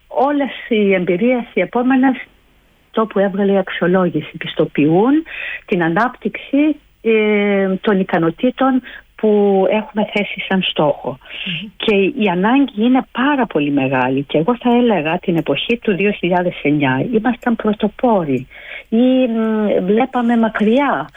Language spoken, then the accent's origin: Greek; Greece; moved away; για μένα σαν Ελληνίδα